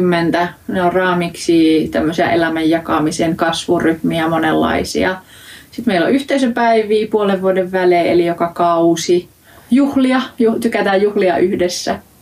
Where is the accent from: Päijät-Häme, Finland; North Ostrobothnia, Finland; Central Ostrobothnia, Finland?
North Ostrobothnia, Finland; Oulu; tuun Oulusta.